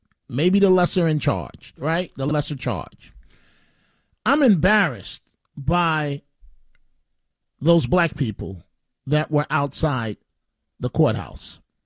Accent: United States; I am a very proud American. I am a very proud African American. I am an American before I'm a journalist and before I'm a black man.

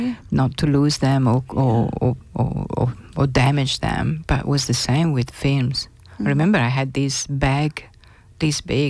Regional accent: Italy; now in Penola, Australia

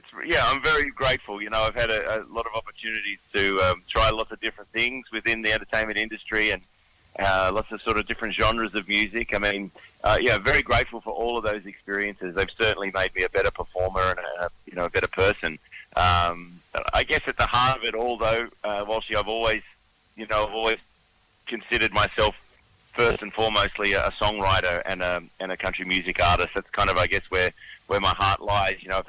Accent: Wagga Wagga, New South Wales, Australia; I grew up in Wagga Wagga

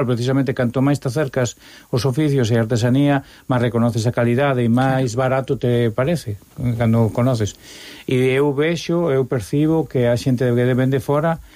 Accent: Santiago de Compostela, Galicia, Spain; eu son de Santiago e teño que comer fora cada vez que veño aquí

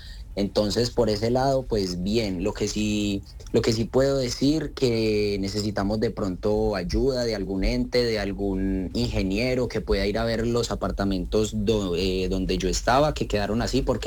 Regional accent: Armenia, Quindío, Colombia; Sí, señor, yo soy de acá de Armenia, Quindío.

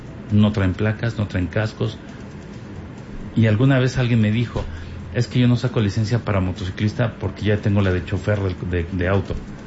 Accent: Mexico; Pues creo que es que somos buenos mexicanos, buenísimos mexicanos.

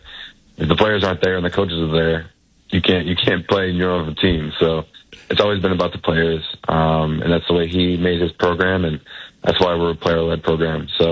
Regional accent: New Haven, Connecticut, United States; moved away; growing up around the Yale community for 15, 16 years of my life

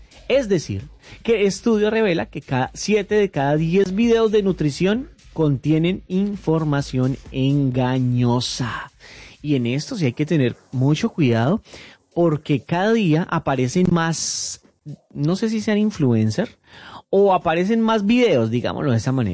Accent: Colombia; soy colombiano, me encanta la buena música

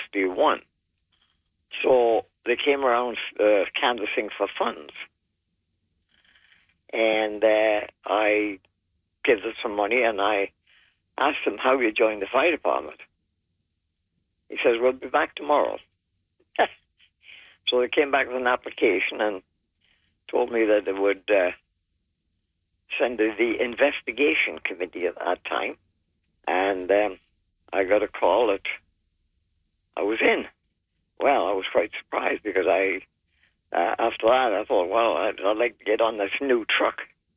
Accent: England, United Kingdom; now in Kentville, Canada; We emigrated to Canada from England. And we moved to the Kentville area.

